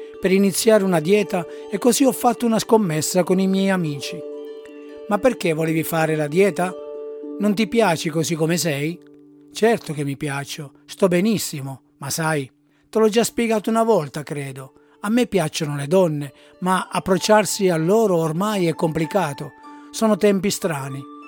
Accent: San Cataldo, Sicily, Italy; ripenso alla tradizione del mio paese, San Cataldo, quando le varie e i variceddi sfilano in processione durante la Settimana Santa

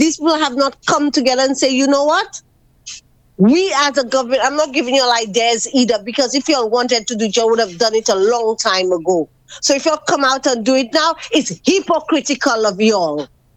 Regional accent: St. Lucia

